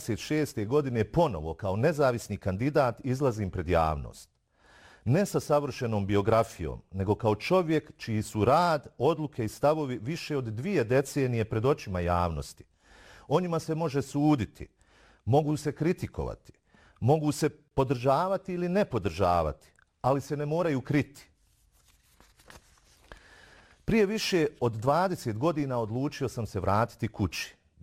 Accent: Srebrenica, Republika Srpska, Bosnia & Herzegovina; Ja sam Bošnjak. Ja sam musliman. Preživio sam genocid u Srebrenici. Srebreničanin sam koji živi u Srebrenici

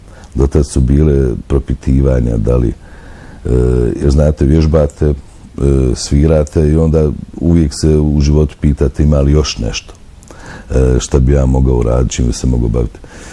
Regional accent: Tuzla, Tuzla Canton, Bosnia & Herzegovina; Uvijek je izazovno, ali osjećam odgovornost kao Tuzlak i čovjek koji živi ovdje, da barem jednom godišnje, jeli, poklonim, odnosno da odsviram koncert za svoje Tuzlake

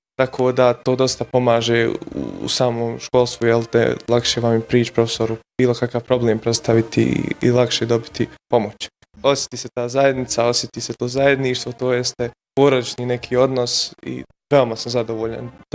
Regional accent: Sarajevo, Federation of Bosnia and Herzegovina, Bosnia & Herzegovina; dolazim iz Sarajeva, maturant sam Richmond Park International Secondary School Sarajevo, imam 19 godina.

